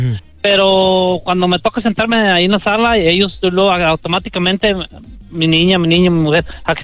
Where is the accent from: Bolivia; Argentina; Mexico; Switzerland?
Mexico; Michoacán; soy de Michoacán. Un saludo a todos de Michoacán.